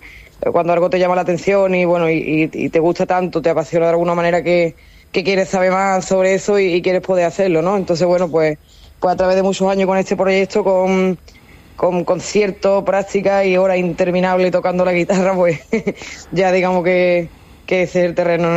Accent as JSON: {"language": "Spanish", "region": "Andalusia", "country": "Spain", "said": "Porque en el sur, de donde yo vengo, se estila más la copla y el carnaval."}